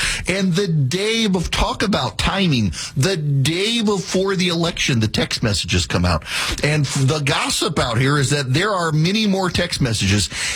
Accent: Oklahoma, United States; I obviously I got a little bit of a bias in my home state, keeping up with the elections there

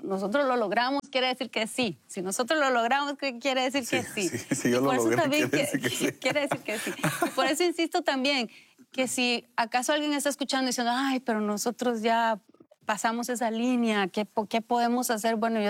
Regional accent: Honduras; estábamos en mi país, en Honduras

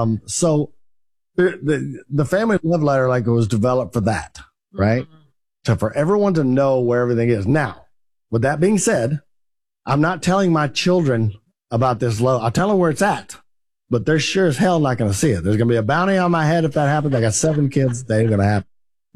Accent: Texas, United States

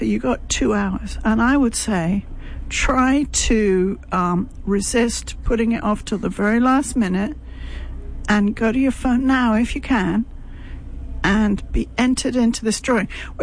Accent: London, United Kingdom; moved away; I just got back from London, my hometown.

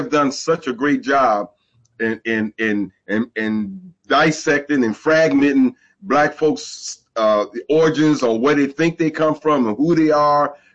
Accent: Alabama, United States; You know, oh, no, I'm from Alabama.

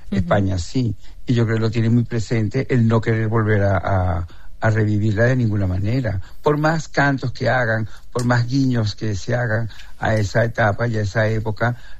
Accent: Caracas, Capital District, Venezuela; moved away as an adult; now in Spain; yo también dejé mi ciudad de origen, Caracas, que puede considerarse una ciudad no rural, porque es una ciudad muy urbana, muy muy urbana, también es una capital petrolera

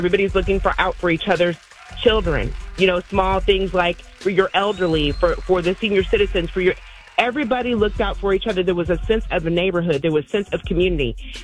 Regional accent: East Coast, United States; now in Kansas City, United States; I don't understand Kansas City. I'm from the East Coast, and I feel safer going home than I feel going anywhere here.

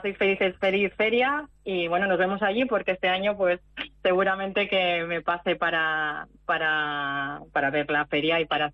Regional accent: Torrente de Cinca, Aragon, Spain; siempre me presentaba al cartel de fiestas de mi pueblo, de Torrente de Cinca.

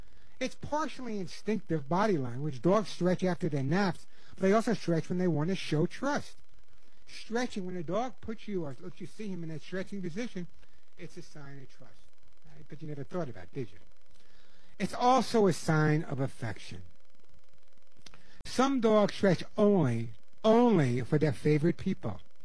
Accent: Long Island, New York, United States; Yeah, I'm from Long Island. I lost my accent, I know.

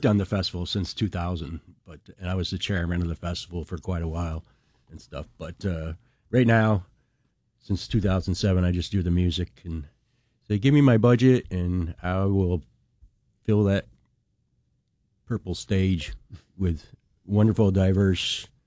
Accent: Naples, New York, United States; I grew up in Naples. I love it. I worked there.

